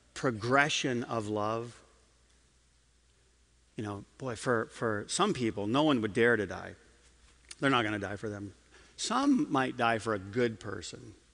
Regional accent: Michigan, United States; I grew up at a time, and I grew up in Michigan, where you didn't tell people that you loved them

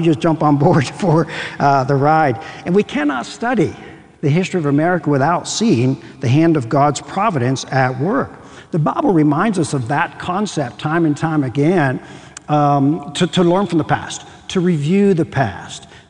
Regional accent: Pennsylvania, United States; a letter from my pastor back in my home state of Pennsylvania

